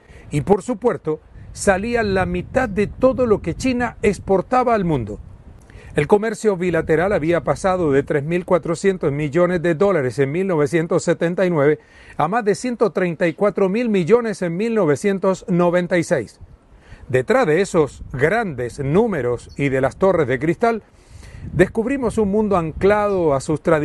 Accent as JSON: {"language": "Spanish", "town": "San Felipe", "region": "Valparaíso", "country": "Chile", "tie": "born there", "said": "Los estoy saludando desde Chile, desde San Felipe, mi tierra natal en la quinta región de Chile."}